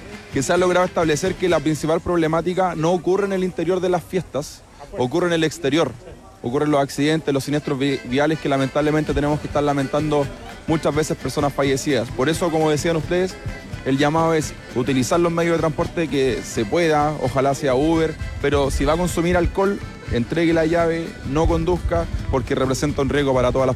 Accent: Linares, Maule, Chile; Yo soy de la región del Maule, de la comuna de Linares.

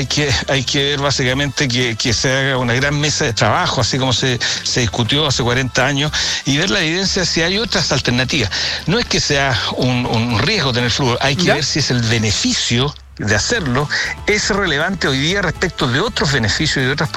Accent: Concepción, Biobío, Chile; yo soy de Concepción

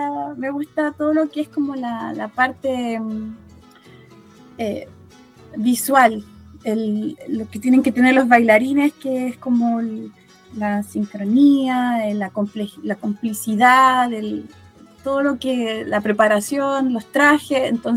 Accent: Chile; born there; first language French; Spanish is a second language; also born or lived in Montreal, Canada; en Canadá no crecimos con abuelitos porque estaban en Chile. Entonces, cuando llegamos a Chile, yo tenía alrededor de 6, 7 años, fue que yo encontré toda una identidad que no sabía que tenía, que tenía esto de ser chilena

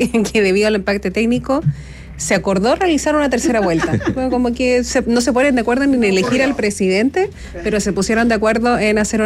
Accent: Chile; Para uno como chileno es difícil entender que se demoren tanto tiempo en un conteo de los votos

